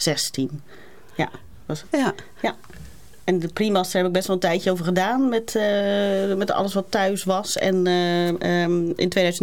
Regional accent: Ridderkerk, South Holland, Netherlands; Grotendeels in Ridderkerk. Ja, ik ben vrij vaak verhuisd, maar grotendeels in Ridderkerk.

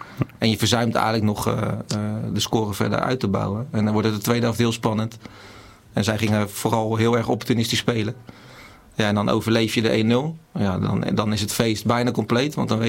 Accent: Delft, South Holland, Netherlands; ik kom natuurlijk oorspronkelijk uit de regio Haaglanden. Jaren bij Zoetermeer gewerkt. Wipolder. Ik ben zelf geboren en getogen in Delft.

